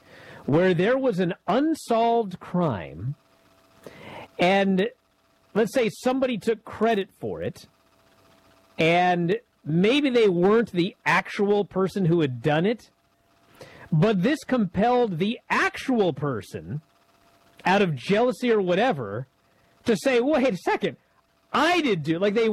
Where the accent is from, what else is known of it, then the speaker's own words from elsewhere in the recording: Washington, United States; in my home state. In Auburn